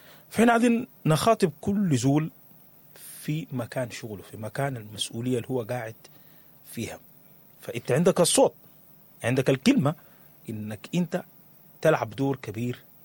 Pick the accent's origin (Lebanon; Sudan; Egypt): Sudan; عندنا كسودانيين،